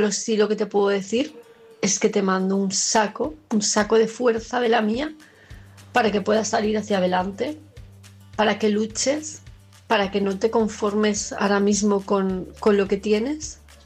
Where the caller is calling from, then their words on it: Palma, Balearic Islands, Spain; de Palma de Mallorca